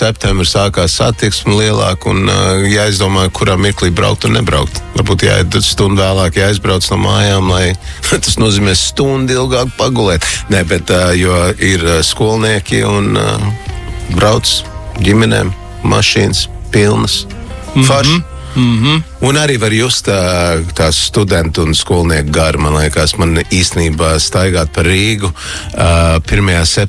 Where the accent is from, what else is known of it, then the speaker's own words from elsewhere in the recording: Toronto, Ontario, Canada; now in Latvia; Pirmajā klasē es biju Toronto